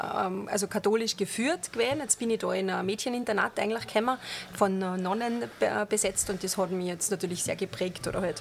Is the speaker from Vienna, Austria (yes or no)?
no; Fusch, Salzburg, Austria; Genau, ich bin dann 5 Jahre in der Modeschule gewesen in Hallein draußen, habe dann maturiert.